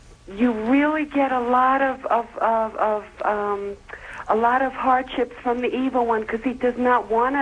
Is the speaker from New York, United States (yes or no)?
yes; Westchester, New York, United States; I'm from Westchester, New York.